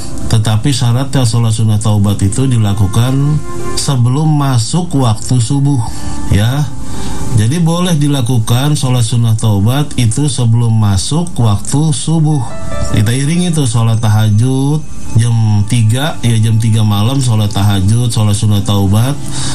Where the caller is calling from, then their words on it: Pandeglang, Banten, Indonesia; Pak Kiai, saya dari Pandeglang.